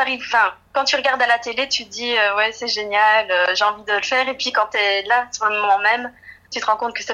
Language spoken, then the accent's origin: French; Belgium; Même si je suis de Belgique